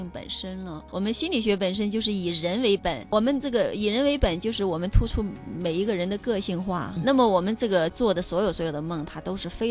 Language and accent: Chinese; China; 我们中国人